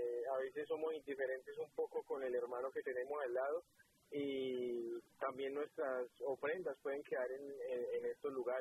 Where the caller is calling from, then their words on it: New York City, New York, United States; Sí, aquí de Brooklyn.